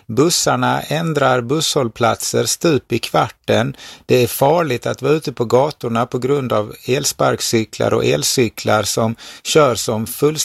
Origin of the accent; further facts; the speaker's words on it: Malmö, Skåne, Sweden; Är inte jag som Malmöbo i alla fall.